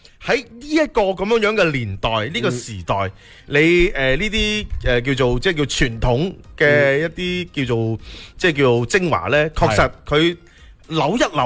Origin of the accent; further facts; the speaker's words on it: Foshan, Guangdong, China; 我哋嘅城市文化